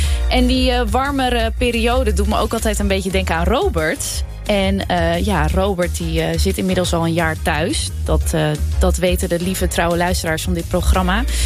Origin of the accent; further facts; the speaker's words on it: Katwijk, South Holland, Netherlands; now in Hoofddorp, Netherlands; Ik kom oorspronkelijk uit Katwijk, bij Leiden. Ik woon in Hoofddorp.